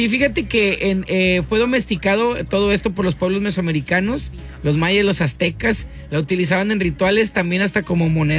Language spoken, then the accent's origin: Spanish; Tampico, Tamaulipas, Mexico; born there